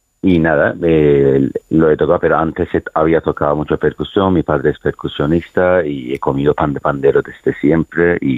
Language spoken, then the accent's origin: Spanish; Iran; yo soy turco de Irán